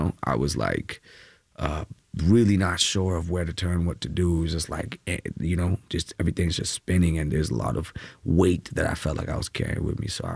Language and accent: English; Kerala, India; now in Bangalore, India